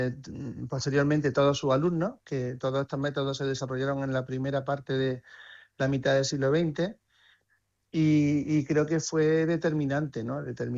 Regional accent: Andalusia, Spain

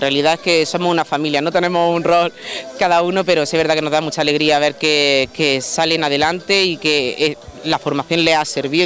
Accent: Villacarrillo, Andalusia, Spain; born there; moved away as an adult; yo estuve muchos años fuera, volví a mi tierra, a mis raíces, con mi familia, y donde tengo mi trabajo

